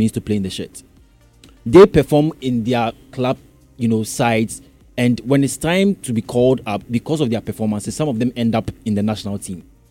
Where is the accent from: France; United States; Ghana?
Ghana; Then I told them that I was from Ghana